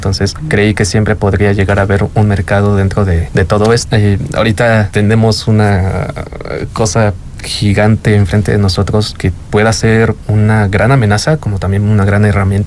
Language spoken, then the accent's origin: Spanish; Querétaro, Mexico; now in El Marqués, Mexico; Soy queretano de nacimiento, ajá, Querétaro, ¿no? Querétaro, ajá. Y viví mucho tiempo en la colonia de Sauces, ¿mm? Ahí por Plaza Sendero